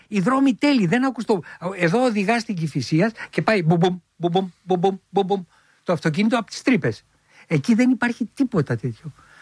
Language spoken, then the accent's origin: Greek; Filothei, Attica, Greece; born or raised there